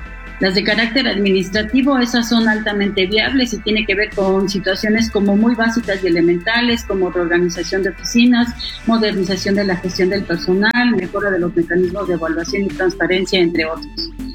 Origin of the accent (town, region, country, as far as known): Mexico